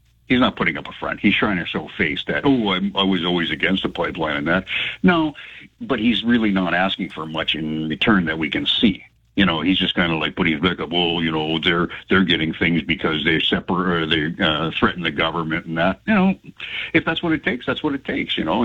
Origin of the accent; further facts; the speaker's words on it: British Columbia, Canada; we have to stand up for ourselves as British Columbians, but as Canadians.